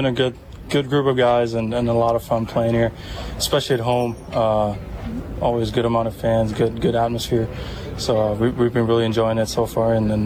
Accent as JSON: {"language": "English", "country": "Germany", "tie": "born or raised there", "said": "Started with my dad. He played like a semi-professional league in Germany. That's how it started."}